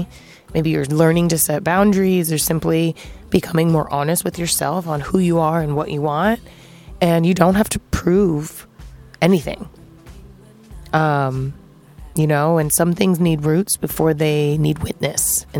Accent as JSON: {"language": "English", "region": "East Coast", "country": "United States", "moved": "yes", "said": "For those that know me, you know I'm from the East Coast."}